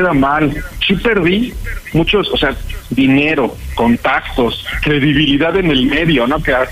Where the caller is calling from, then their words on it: Mexico City, Mexico; Tengo 32 añitos. Uh-huh. Y soy de acá, de Azcapotzalco.